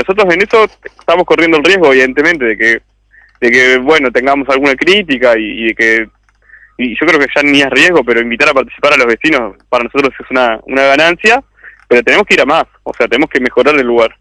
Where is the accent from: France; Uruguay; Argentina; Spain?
Uruguay; Canelones; Yo soy de Costa de Oro